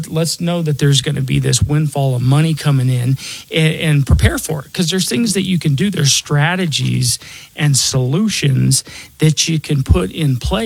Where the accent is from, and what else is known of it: Denver, Colorado, United States; born or raised there